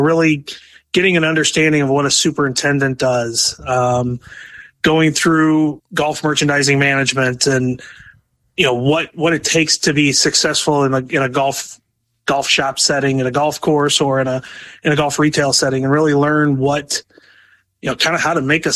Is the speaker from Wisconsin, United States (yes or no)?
yes; Wisconsin, United States; Town I grew up in Wisconsin had a little nine-hole golf course, and it was PGA Pro owned